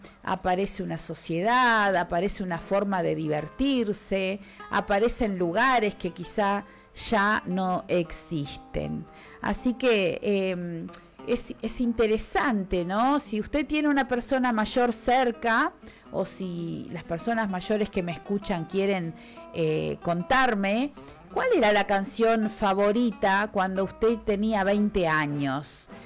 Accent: Uruguay

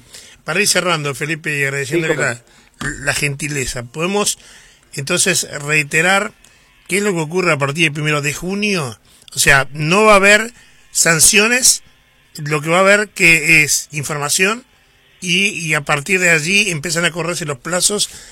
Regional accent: Rivera, Uruguay; Soy transportista, soy acá de Rivera, tengo un camión, también me sumo, acá no hay gremiales.

